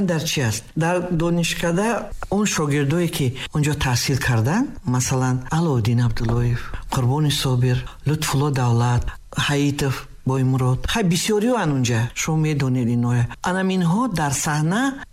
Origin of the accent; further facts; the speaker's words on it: Kuhistan, Tajikistan; ман кӯҳистон аст забоншам медонам охир ман мардуми кӯҳистонам